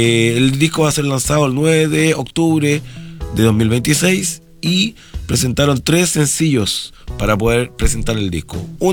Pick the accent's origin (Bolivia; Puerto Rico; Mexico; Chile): Chile; que yo creo que lo hicieron solamente porque somos chilenos